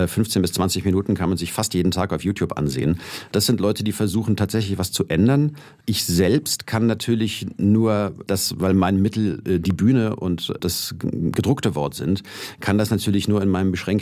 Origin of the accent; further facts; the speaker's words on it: Berlin, Germany; Also ich bin ja in der Lesebühnenszene in Berlin groß geworden